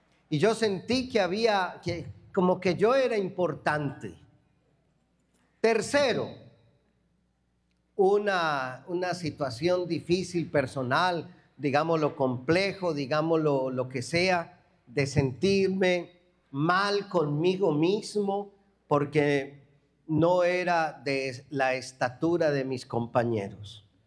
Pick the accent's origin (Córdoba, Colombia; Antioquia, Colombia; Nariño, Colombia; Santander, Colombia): Antioquia, Colombia; Medellín; moved away; Yo vengo de una región de Colombia que se llama Medellín. Paisa.